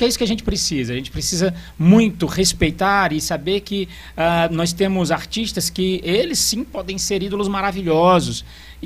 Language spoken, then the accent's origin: Portuguese; Pacajus, Ceará, Brazil; born there; Nasci em Pacajus.